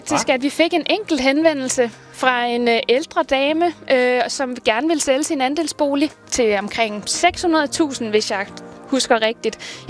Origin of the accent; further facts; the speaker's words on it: Jutland, Denmark; moved away as an adult; now in Copenhagen, Denmark; vi er to gæve jyder, der søger om et sted at bo, for vi skal til at studere i København.